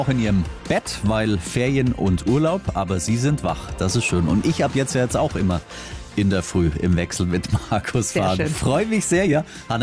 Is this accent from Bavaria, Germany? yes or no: yes; Augsburg, Bavaria, Germany; als gebürtiger Augsburger